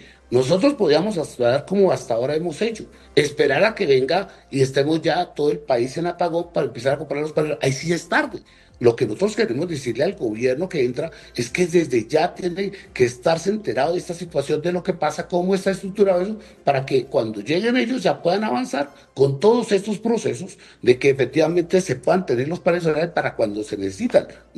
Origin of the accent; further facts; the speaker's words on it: Colombia; Allí tenemos nosotros, es que como colombianos, hacer una veeduría